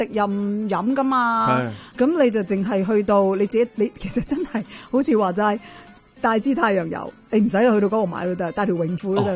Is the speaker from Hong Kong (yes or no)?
no; Canada; 我哋加拿大人